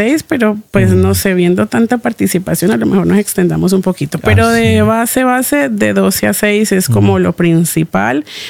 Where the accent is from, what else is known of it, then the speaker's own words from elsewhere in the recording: Palmira, Valle del Cauca, Colombia; porque pues yo soy de Palmira, es cerca a Cali.